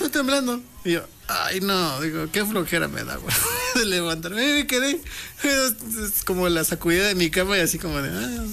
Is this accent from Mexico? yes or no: yes; Mixteca, Mexico; Yo la he escuchado y fíjate que, al menos en mi tierra, en la Mixteca, es como que una zona demasiado así que se siente mucho los sismos.